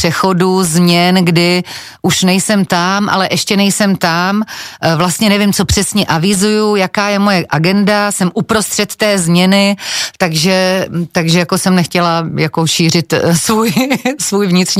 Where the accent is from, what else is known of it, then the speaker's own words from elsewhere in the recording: Šumperk, Olomouc Region, Czechia; když já jsem se tam narodila, tak tam ještě nebyl ten sídlák, takže tam byla ta vesnice. Takže moje rané dětství do těch prvních 10 let bylo vlastně venkovský